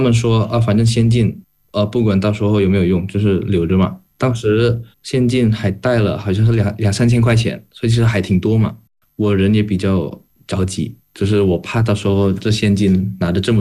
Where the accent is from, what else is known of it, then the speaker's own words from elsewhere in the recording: Jakarta, Indonesia; Chinese is a second language; moved away as an adult; now in Xiamen, China; 因为我是在雅加达长大，雅加达是我们印尼的前首都，已经换了